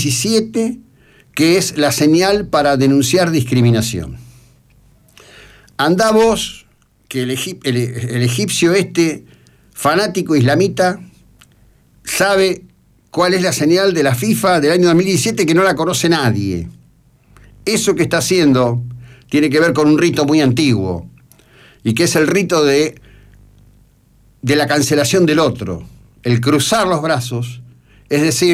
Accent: Argentina; somos argentinos

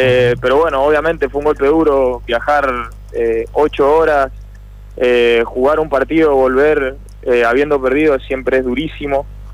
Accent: Mendoza, Argentina; moved away; No, yo a Kimberley le debo muchísimo. Primero porque yo vine de Mendoza.

